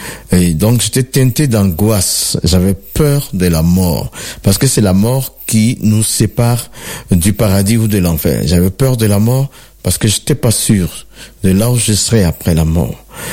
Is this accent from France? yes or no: no; Côte d’Ivoire; je suis originaire de la Côte d'Ivoire.